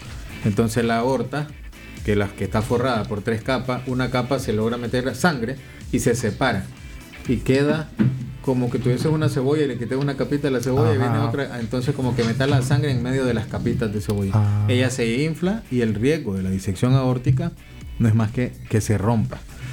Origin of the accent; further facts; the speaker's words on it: Nicaragua; Pues yo sé que como nicaragüense tenemos una dieta muy rica en ácido graso.